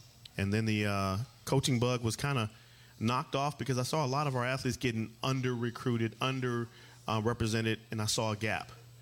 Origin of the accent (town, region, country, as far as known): Pomona, California, United States; now in Temecula, United States